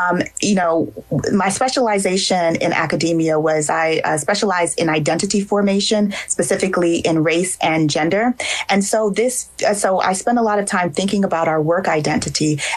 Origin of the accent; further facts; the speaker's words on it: Nigeria; And I'm also a Nigerian. So I have to shout out, because yesterday was Nigerian Independence Day.